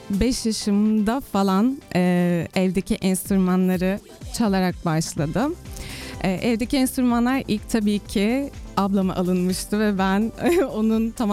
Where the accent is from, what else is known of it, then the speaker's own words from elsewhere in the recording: Balıkesir, Turkey; moved away as an adult; also born or lived in İzmir; now in Istanbul, Turkey; Balıkesir'liyim bu arada ben. Orada büyüdüm